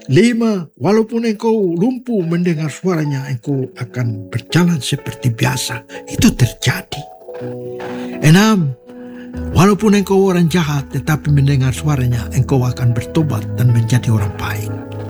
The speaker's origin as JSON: {"language": "Indonesian", "region": "Papua", "country": "Indonesia"}